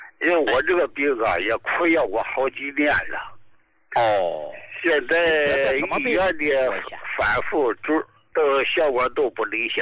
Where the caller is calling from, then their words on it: Dalian, Liaoning, China; 我是大连的哈，